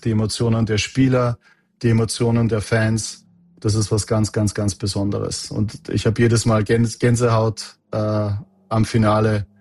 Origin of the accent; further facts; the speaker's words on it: Austria; aber natürlich war Österreich-Schweiz für mich als Österreicher ein Traumevent.